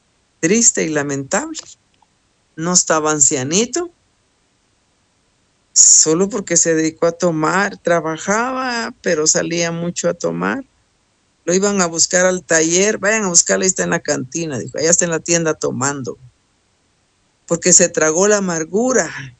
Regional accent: Guatemala; en mi país, aquí donde yo vivo en Guatemala

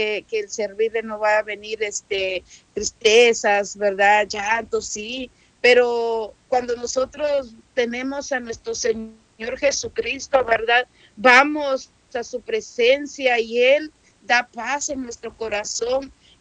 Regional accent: Guatemala; now in Tijuana, Mexico; yo soy de Guatemala, amén. Pero vivo aquí en Tijuana, Baja California

